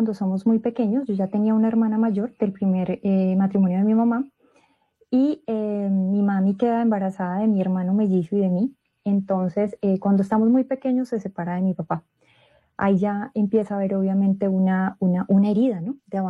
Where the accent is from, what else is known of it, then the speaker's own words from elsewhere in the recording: Colombia; Como les contaba, yo soy colombiana, colombianísima.